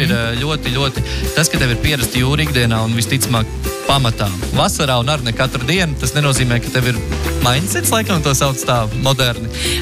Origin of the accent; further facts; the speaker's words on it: Pāle, Limbaži Municipality, Latvia; Es no Pāles!